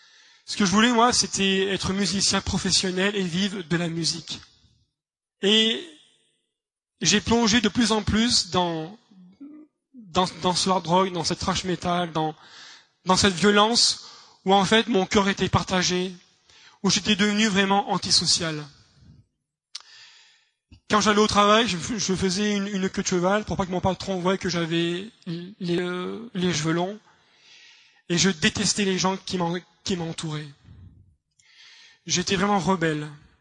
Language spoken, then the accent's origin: French; Grenoble, Auvergne-Rhône-Alpes, France; born there; moi, je suis né donc à Grenoble, dans une famille non chrétienne.